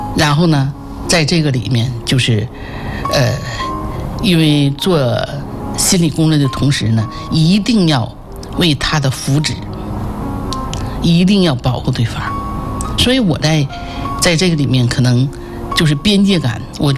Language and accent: Chinese; Jinzhou, Liaoning, China; born there; 我就生在锦州嘛哈，那是那儿叫南大坝。